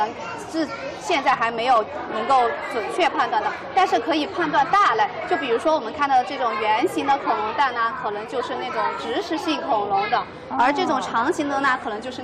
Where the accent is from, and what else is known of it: Sichuan, China